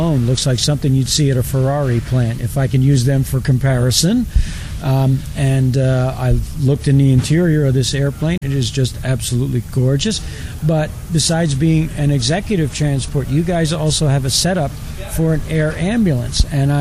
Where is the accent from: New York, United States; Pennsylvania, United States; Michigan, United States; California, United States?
Pennsylvania, United States; Philadelphia; I'm from the Philadelphia area, mm-hmm. so we have a lot of air travel in our area.